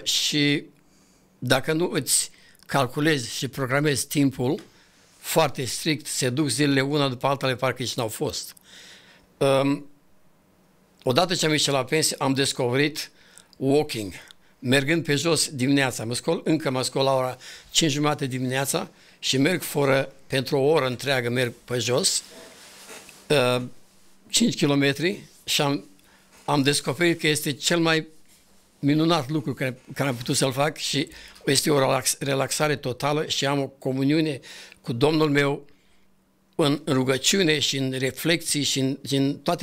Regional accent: Rădăuți, Suceava County, Romania; born there; moved away as an adult; also born or lived in Brașov; eu m-am născut în Rădăuți, Bucovina, îi spune acum, parcă sunt mai bine decât Moldova, dar tot Moldova a rămas. Și am făcut școala primară în Rădăuți, pe urmă m-am dus în Suceava, am transferat în Suceava, am continuat școala acolo

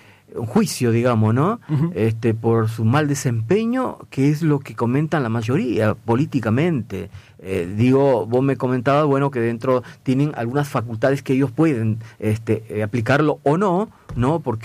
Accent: Peru; sabes que te comentaba fuera del aire que soy peruano

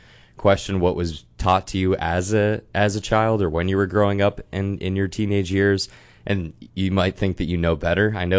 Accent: Sudbury, Massachusetts, United States; born or raised there

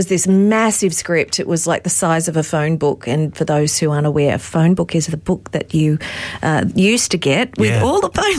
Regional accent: Mackay, Queensland, Australia; I've been writing songs since I was 7 years old, growing up in Bly Court in Mackay, in North Mackay, Mount Pleasant, and going to Mackay North State Primary and High Schools.

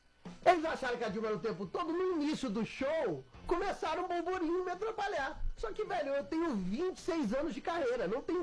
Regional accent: Guarani, Minas Gerais, Brazil; E eu doei tudo para Guarani, minha cidade natal.

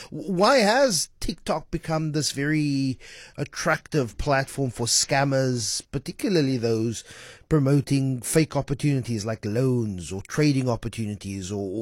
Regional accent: South Africa; what a pleasure it is as a South African football fan not having to do any calculations to get into another round of a competition.

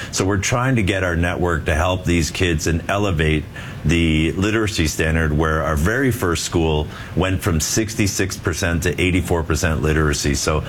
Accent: Jamaica; moved away; I'm from Jamaica originally. I was born and raised there

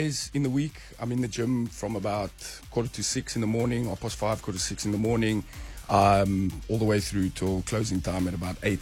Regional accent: Goodwood, Western Cape, South Africa; I come from Goodwood, I grew up there.

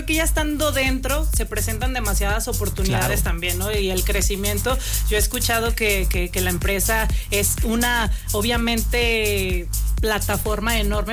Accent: Aguascalientes, Mexico; Sí, mira, yo tengo 32 años, obviamente soy 100% de aquí de Aguascalientes. Mi papá es de Durango, mi mamá es de Jalisco, entonces por ahí luego a veces me preguntaban que de dónde venía como mi acento

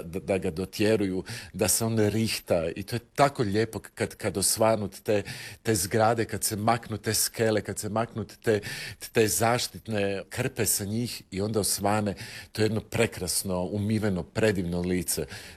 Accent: Zagreb, City of Zagreb, Croatia; I iz Prečkog sam zgrada istok koja je gledala na sve strane od sveta

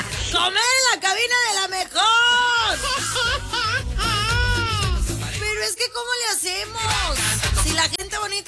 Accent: Mexico; somos mañosos como buenos mexicanos

